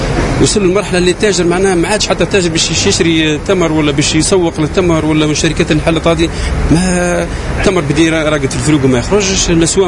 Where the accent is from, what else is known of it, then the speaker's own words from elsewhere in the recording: Tunisia; moved away; وكنا توانسة